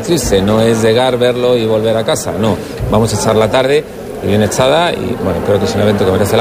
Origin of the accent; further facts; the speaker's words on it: Ávila, Castile and León, Spain; no somos madrileños, los abulenses estamos acostumbrados a tardar 5 minutos en hacer cualquier gestión y regresar 10 minutos